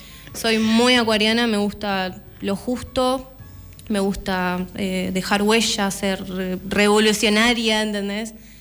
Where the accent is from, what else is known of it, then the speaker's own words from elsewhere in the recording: Mar del Plata, Buenos Aires Province, Argentina; born there; now in Concordia, Argentina; Yo no nací acá. Yo nací en Mar del Plata.